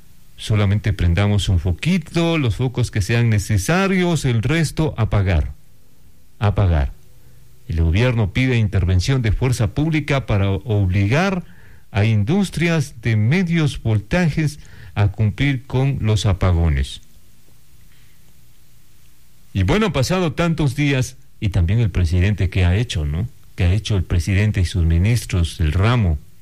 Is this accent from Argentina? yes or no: no; Ecuador; lo que anhelamos como ecuatorianos es que nuestro país cambie de rumbo.